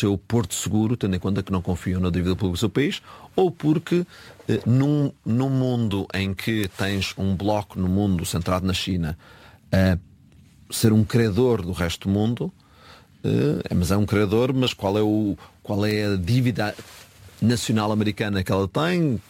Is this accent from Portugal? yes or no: yes; Portugal